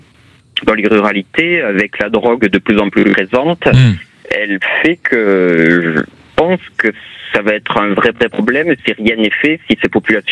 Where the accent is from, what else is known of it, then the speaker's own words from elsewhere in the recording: Toulouse, Occitanie, France; je suis toulousain, mais je viens plutôt d'une zone rurale